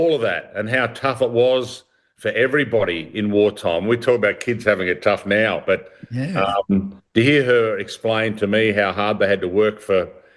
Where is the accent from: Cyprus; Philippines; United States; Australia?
Australia; Adelaide, South Australia; born there; I was born in Brighton, so in Glenelg.